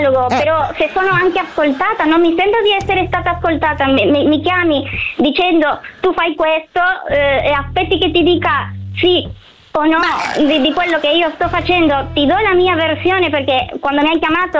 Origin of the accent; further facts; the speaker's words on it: Argentina; Sono sono italiana legalmente, ma sono cresciuta in Argentina e quindi il mio accento è un po' diverso.